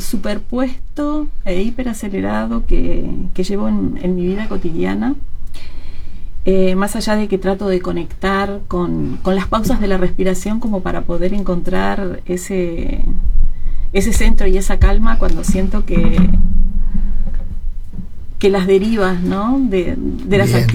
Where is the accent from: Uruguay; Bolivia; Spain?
Uruguay; Maldonado; born there; also born or lived in Piriápolis, Uruguay; Después mi familia se trasladó a Maldonado y fui a la escuela número 2 y luego hice secundaria en las Hermanas Capuchinas, el Liceo de las Hermanas Capuchinas.